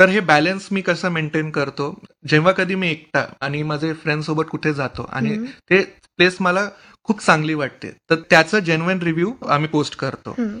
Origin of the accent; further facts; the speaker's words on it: Chhatrapati Sambhajinagar, Maharashtra, India; also born or lived in Sagar, Madhya Pradesh; सागर मध्य प्रदेशला आहे. Okay. पर माझी जन्मभूमी मध्य प्रदेश आहे, पण माझी कर्मभूमी महाराष्ट्र आहे. तर अगदी from my Kinder garden I am staying in Sambhajinagar only. तर जेव्हा कोणीतरी निगेटिव्ह बोलतो ना सिटी बद्दल तर मला खूप राग येतं. सो मला खूप प्रेम आहे सिटीला. तर माझं कम्प्लीट एज्युकेशन सगळं काय इथंच झालं आहे.